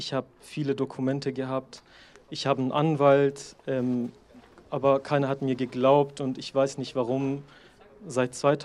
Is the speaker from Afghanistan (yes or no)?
yes; Afghanistan; German is a second language; also born or lived in Turkey; now in Germany; Ich komme aus Afghanistan, bin schon seit 4 Jahren hier in Deutschland.